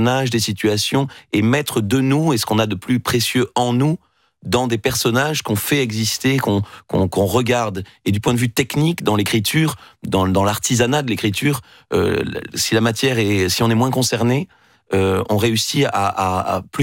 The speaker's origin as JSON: {"language": "French", "town": "Toulouse", "region": "Occitanie", "country": "France", "said": "quand on vit comme moi dans les terres loin de l'océan, puisque je suis un Toulousain"}